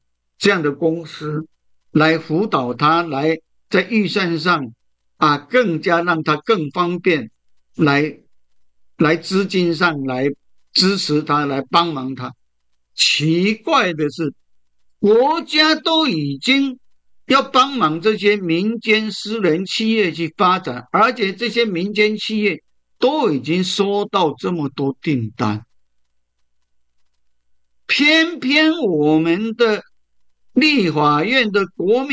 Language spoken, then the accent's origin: Chinese; Taiwan